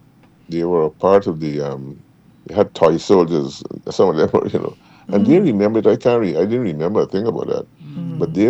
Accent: Triumph, Demerara-Mahaica, Guyana; I grew up in BV, Triumph

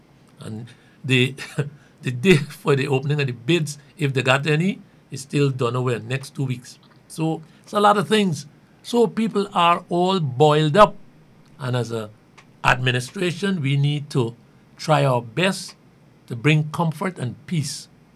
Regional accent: Georgetown, Demerara-Mahaica, Guyana; I grew up in Kitty.

